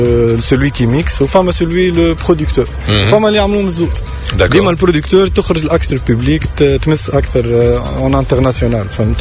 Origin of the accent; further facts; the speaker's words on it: Tunisia; كيما مثلا من الجزائر كيما انا من تونس